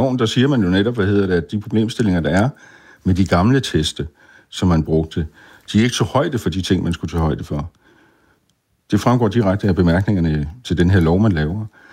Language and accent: Danish; Greenland; now in Denmark